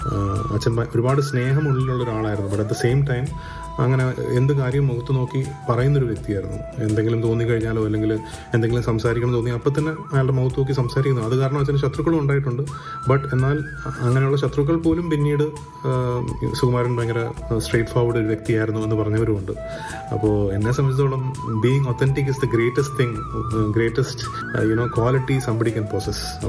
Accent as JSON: {"language": "Malayalam", "town": "Thiruvananthapuram", "region": "Kerala", "country": "India", "tie": "born there", "said": "ഒരു 3-ാം class 4-ാം class മുതൽ ഒരു മേ ബി ഒരു 7-ാം ക്ലാസ് 8-ാം ക്ലാസ് വരെയൊക്കെ ഒരു ആ ഒരു സമയം ഉണ്ടല്ലോ. ആ ഒരു സമയം ശരിക്കും തിരുവനന്തപുരത്ത് ഒരു വീട്ടിൽ പൂജപ്പുര ഒരു വീട്ടിലായിരുന്നു ഞങ്ങളെല്ലാവരും താമസിക്കുന്നത്. സോ ഞങ്ങളെല്ലാവരും കൂടെ ജോയിന്റ് ഫാമിലി ആയിട്ട് നിന്നിരുന്ന ഒരു കാലഘട്ടം ഉണ്ടായിരുന്നു."}